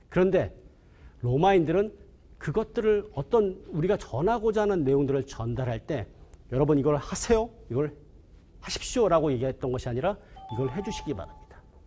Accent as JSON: {"language": "Korean", "country": "South Korea"}